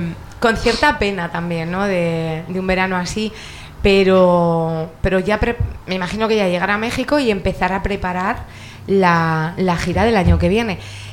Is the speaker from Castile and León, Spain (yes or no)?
yes; Pedrosa de Valdeporres, Castile and León, Spain